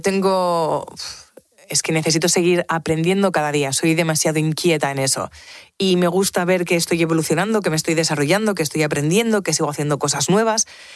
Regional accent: Spain

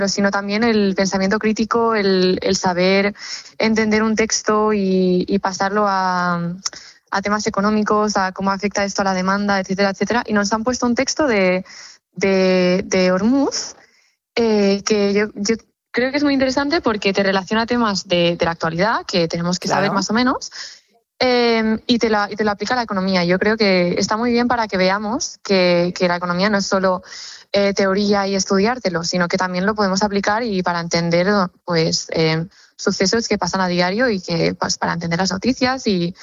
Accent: Tarragona, Catalonia, Spain; Yo soy de Tarragona, del Instituto Antoni Martí Franquès.

